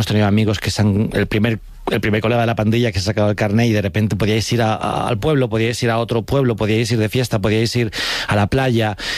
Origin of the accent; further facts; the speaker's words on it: Alcorcón, Community of Madrid, Spain; cuando me decían, ¿tú de dónde eres? Yo decía, Alcorcón, la gente era como... ¿Sabes? En plan, como que les parecía gracioso ser de Alcorcón. Y yo, ¿qué pasa? En plan, para mí ser de Alcorcón era normal.